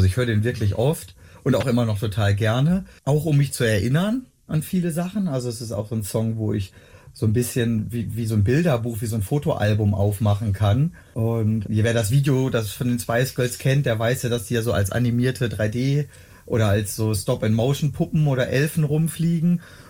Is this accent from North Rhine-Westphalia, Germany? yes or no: yes; Schloß Holte-Stukenbrock, North Rhine-Westphalia, Germany; Ich komme aus Schloss Holte-Stukenbrock in der Nähe von Bielefeld.